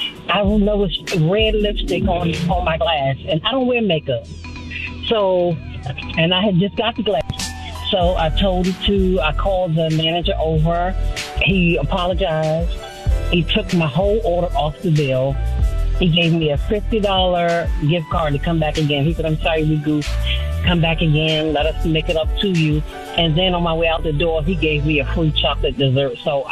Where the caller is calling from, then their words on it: Rockville, Maryland, United States; I'm calling from Rockville, Maryland.